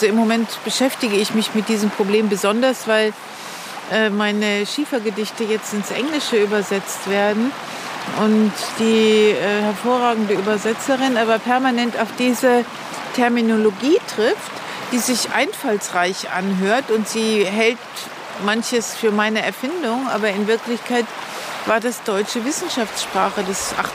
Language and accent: German; Germany; Und ich bin am Rhein aufgewachsen. und dass mich das doch sehr geprägt hat, dieses Aufwachsen am Fluss.